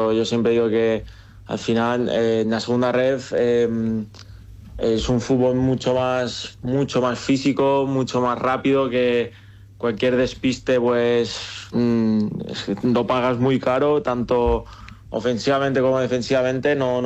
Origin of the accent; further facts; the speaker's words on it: Manacor, Balearic Islands, Spain; de ahí, tengo muchísimos amigos y bueno, soy de Manacor